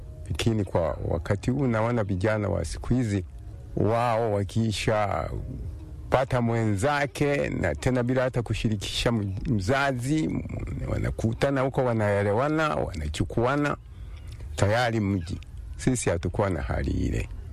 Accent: Bunda, Mara, Tanzania; born there; also born or lived in Rukungu, Magu District, Mwanza / Lunala, Nasa; 1952 tukawa tumehama kutoka Lunala, tukarudi sehemu za Shashi, Bunda. Tumeishi Bunda mpaka mwaka 1956 mimi nikawa nimeanza shule hapa hapa Bunda.

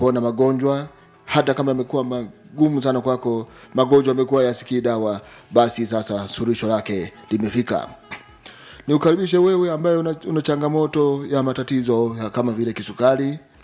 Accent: Bariadi, Simiyu, Tanzania; now in Iringa, Tanzania; Nimetokea Bariadi mkoani Simiyu. Lakini kwa sasa niko hapa Iringa.

